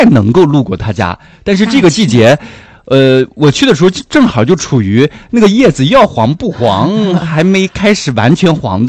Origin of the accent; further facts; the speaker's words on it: Shandong, China; 我们家是鲁西北跟河北交界